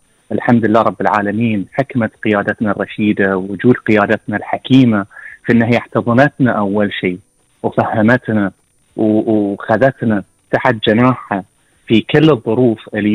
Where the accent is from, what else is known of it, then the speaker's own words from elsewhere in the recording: Bahrain; بترجعون للبحرين لأنها ديرتنا وديرتكم